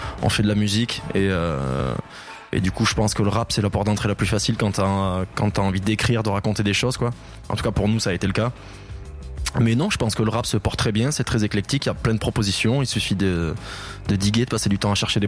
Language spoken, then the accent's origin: French; Rodez, Occitanie, France; moved away as an adult; now in Toulouse, France; on a grandi dans une petite ville qui s'appelle Rodez. Pas très loin de Toulouse. On habite à Toulouse depuis une dizaine d'années, mais on a grandi quand même à Rodez. On a tous nos potes, nos familles, nos attaches là-bas. Et Rodez, c'est une petite ville